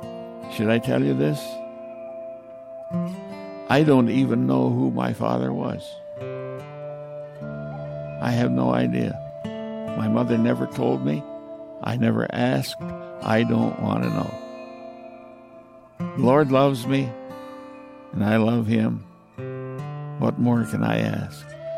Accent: Ontario, Canada; also born or lived in Buffalo, New York; Buffalo, New York, 84 years ago. At the age of 8 months, I was taken down to the Six Nations Reservation near Brantford, Ontario, and handed over to my grandmother, who raised me.

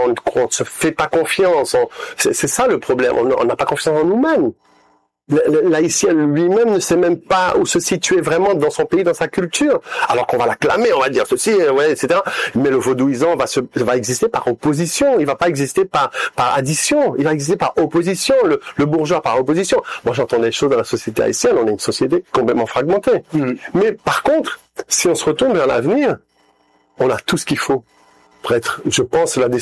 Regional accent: Haiti; C'est dur ce que je dis, mais je parle pour moi, je suis haïtien.

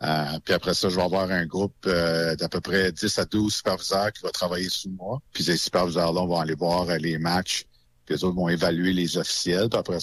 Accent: Ottawa, Ontario, Canada; si ça me permettait de faire le travail de chez nous à Ottawa.

